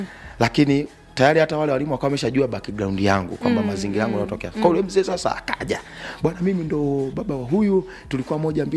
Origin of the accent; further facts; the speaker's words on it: Morogoro, Tanzania; moved away; Yaani natoka sasa Morogoro kwa mara ya kwanza. Naenda Dar es Salaam kutafuta.